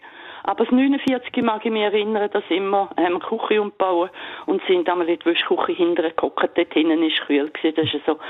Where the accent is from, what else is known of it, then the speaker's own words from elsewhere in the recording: Thurgau, Switzerland; Oh, meine alte Heimat.